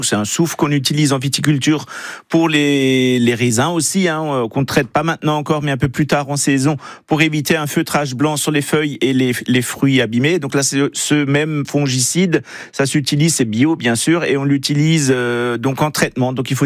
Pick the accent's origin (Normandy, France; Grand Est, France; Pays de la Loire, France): Grand Est, France; Et chez nous, en Alsace, on a une sorte qu'on a appelée Alsace qui existe que chez nous.